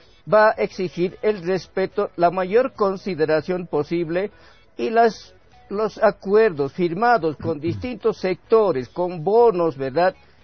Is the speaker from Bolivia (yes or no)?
yes; Bolivia